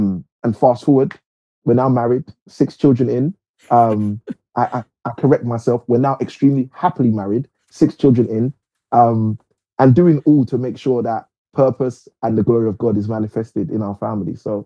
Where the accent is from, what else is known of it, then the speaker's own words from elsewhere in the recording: United Kingdom; born there; being born British, being in the UK